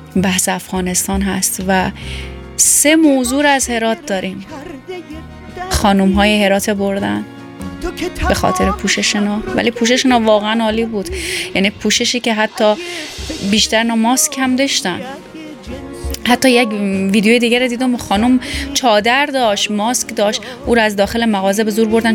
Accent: Iran; born there; من حالا به نوعی چون در ایران متولد شدم، ادبیات بسیار غنی فارسی ایران دارم

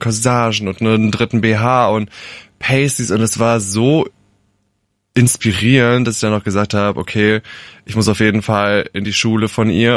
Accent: Rhineland-Palatinate, Germany; Nähe Alzey.

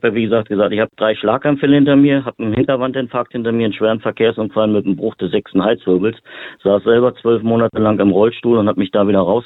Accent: Berlin, Germany; Ich komme aus Berlin

